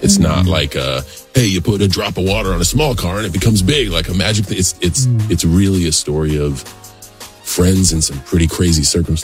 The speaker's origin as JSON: {"language": "English", "town": "Moncks Corner", "region": "South Carolina", "country": "United States", "tie": "born or raised there", "also_born_or_lived": "Charleston / Columbia", "said": "I'm from Monk's Corner, South Carolina. Oh, Monk's Corner. Yeah, born in Charleston, raised in Monk's Corner, but I lived in Columbia, too."}